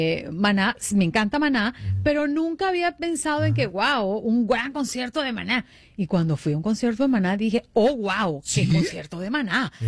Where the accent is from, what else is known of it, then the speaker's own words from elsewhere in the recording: Venezuela; en mi país, en Venezuela.